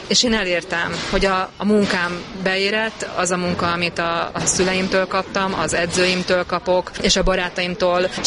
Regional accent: Hungary; Én teljes mértékben magyar vagyok Magyarországon.

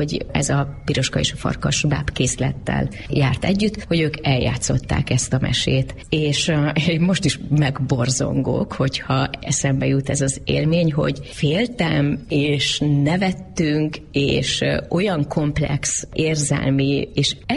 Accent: Gödöllő, Pest, Hungary; Gödöllőn nőttem fel

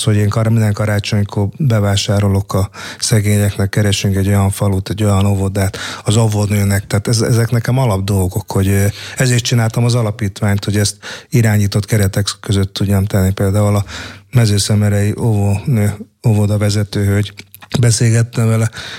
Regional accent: Hungary; De itt születtem Magyarországon. Itt voltam óvodás, általános iskolás, középiskolás, gimnazista, főiskolás.

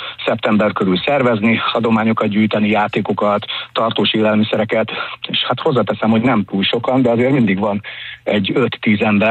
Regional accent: Borsod-Abaúj-Zemplén, Hungary; ugye én Borsod megyébe születtem, Kiszakarádon nevelkedtem

